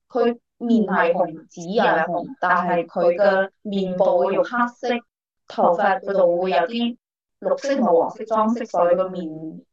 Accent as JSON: {"language": "Cantonese", "region": "Guangdong", "country": "China", "said": "仲因为我哋广东人去咗其他地方生活，都会带埋呢啲习俗啊，"}